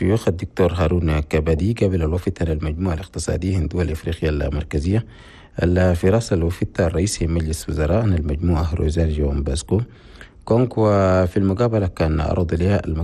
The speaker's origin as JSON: {"language": "Arabic", "country": "Chad", "said": "بلدنا تشاد"}